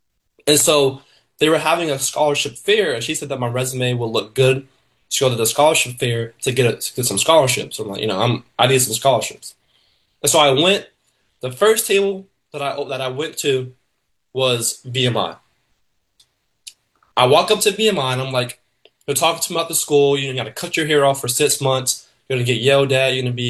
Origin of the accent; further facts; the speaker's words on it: Tampa, Florida, United States; So originally I'm from Tampa, Florida. And Tampa, Florida, as you know, is nothing like where I'm about to say I went.